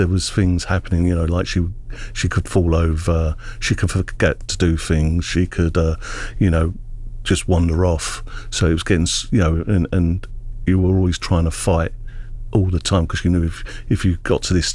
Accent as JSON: {"language": "English", "region": "London", "country": "United Kingdom", "moved": "as an adult", "lives_now": "Northampton, United Kingdom", "said": "She comes from Northampton and I come from London, worked for the post office, and I managed to get a house up here because of the development."}